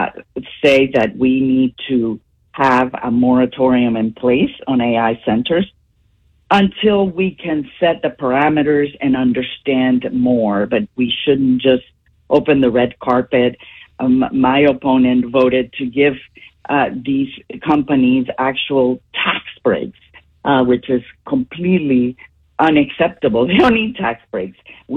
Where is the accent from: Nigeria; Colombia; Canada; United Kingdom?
Colombia; now in United States; I came from Columbia, the daughter of a fighter pilot, a U.S. Air Force fighter pilot from New Jersey originally.